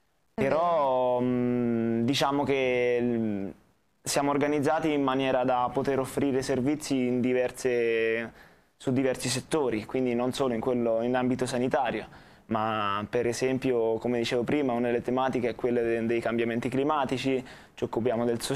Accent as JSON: {"language": "Italian", "town": "Jesi", "region": "Marche", "country": "Italy", "said": "Io sono di Iesi"}